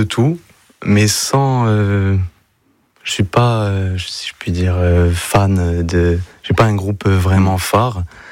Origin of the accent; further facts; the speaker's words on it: Bastia, Corsica, France; De Bastia, moi, du coup.